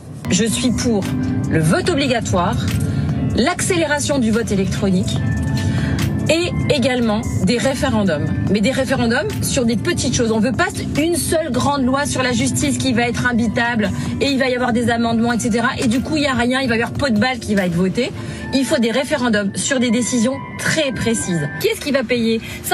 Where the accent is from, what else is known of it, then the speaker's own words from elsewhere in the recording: France; Et moi, j'aime la France. Moi, je suis française. Je suis très fière d'être française.